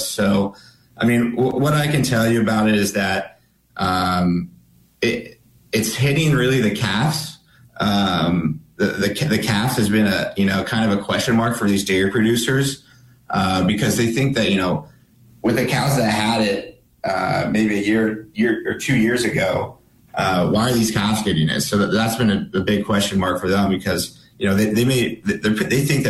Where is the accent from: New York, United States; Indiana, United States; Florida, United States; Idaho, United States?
Idaho, United States; Twin Falls; moved away; I grew up in Southern Idaho, actually, in the Twin Falls area, family dairy out of Burley, Idaho. I go back there every 2.5 to 3 months